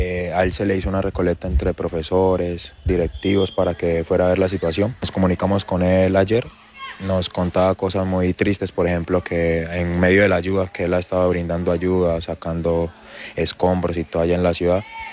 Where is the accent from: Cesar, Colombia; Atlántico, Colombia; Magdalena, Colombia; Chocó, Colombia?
Chocó, Colombia; Quibdó; born there; now in Floridablanca, Colombia; Sí, yo soy nacido en Quibdó, que viene siendo la capital del Chocó.